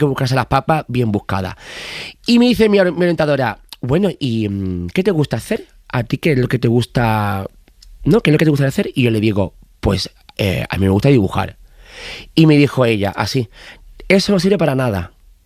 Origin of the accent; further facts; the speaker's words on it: a village in Cádiz province, Andalusia, Spain; also born or lived in San Fernando, Cádiz; toda mi infancia la viví en Alcaldelo Azul, que es un pueblo de Cádiz. Luego ya después de bachillerato y tal, me mudé a San Fernando, a la isla, a la de Cádiz.